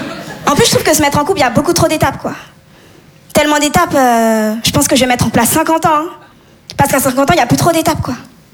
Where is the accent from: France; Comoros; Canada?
Comoros; je viens des Comores. Et nous, on est vraiment connus pour célébrer de très, très grands mariages.